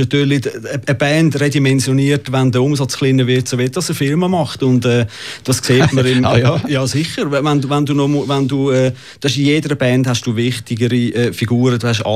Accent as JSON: {"language": "German", "region": "Zurich", "country": "Switzerland", "tie": "born or raised there", "said": "ich bin 20 Jahre lang in Oerlikon aufgewachsen, nachher 20 Jahre im Kreis 5 an der Langstrasse gewohnt."}